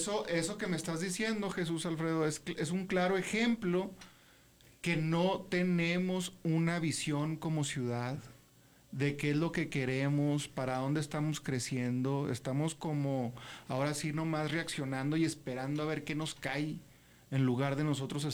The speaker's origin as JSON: {"language": "Spanish", "country": "Mexico"}